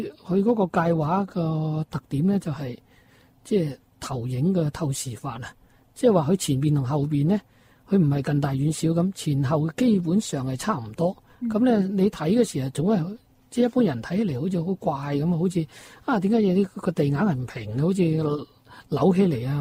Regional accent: Guangzhou, Guangdong, China; born there; moved away

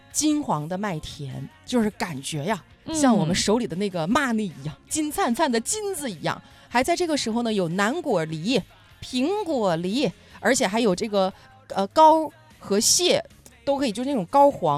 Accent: China

